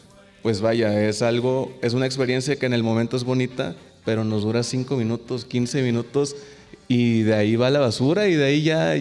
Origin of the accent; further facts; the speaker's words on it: Poza Rica, Veracruz, Mexico; Yo vengo de Poza Rica, allá de hecho soy licenciado en Derecho.